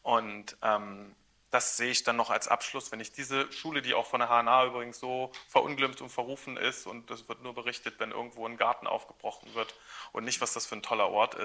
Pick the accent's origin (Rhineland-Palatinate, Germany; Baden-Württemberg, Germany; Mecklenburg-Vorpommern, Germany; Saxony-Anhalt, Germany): Saxony-Anhalt, Germany; Aber ich komme aus Sachsen-Anhalt